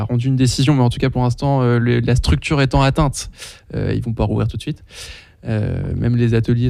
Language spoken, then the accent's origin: French; Saint-Lô, Normandy, France; now in Caen, France; même si on vit à Caen, on vient de Saint-Lô, on a grandi là-bas.